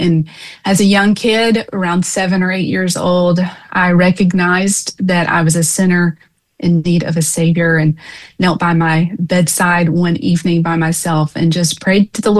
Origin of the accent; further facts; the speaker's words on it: Florence, Alabama, United States; moved away as an adult; also born or lived in Tuscumbia, Alabama; now in Birmingham, United States; I am originally from Florence, Alabama, born and raised in Florence, and then lived across the river in Tuscumbia. So North Alabama girl. I currently reside with my husband in Birmingham, Alabama